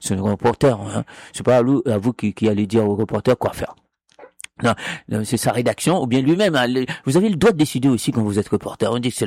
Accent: Jacmel, Sud-Est, Haiti; Peut-être que dans mes 70 ans, si je retourne à Jacques Mel, il faut que je retourne dans ma ville natale.

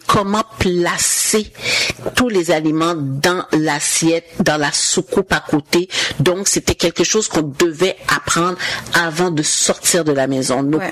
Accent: Jacmel, Sud-Est, Haiti; Mais je pense que c'est tout dans la région d'Haïti même, parce que nous autres, on vient de Jacmel.

